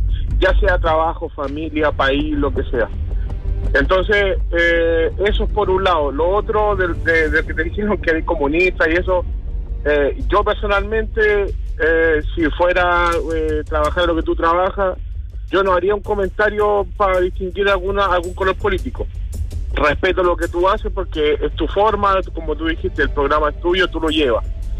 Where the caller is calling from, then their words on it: Chile; Yo soy chileno. Casado con mujeres venezolanas, llevamos 10 años juntos.